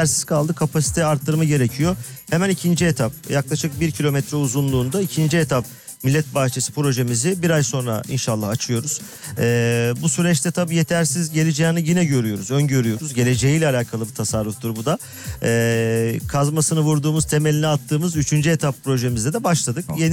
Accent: Arnavutköy, Istanbul, Turkey; burada doğan, büyüyen, yetişen bir Arnavutköylü olarak

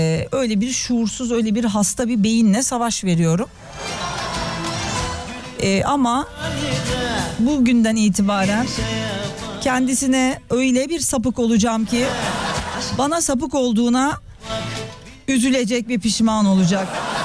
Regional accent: Adana, Turkey; Oğlum bunlar benim Adanalı olduğumu unutuyorlar ha.

